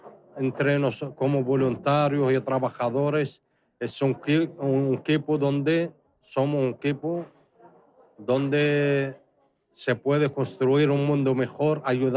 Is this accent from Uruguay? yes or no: no; Western Sahara; now in Spain; Yo soy del Sahara y vivo con dos chicos de Marruecos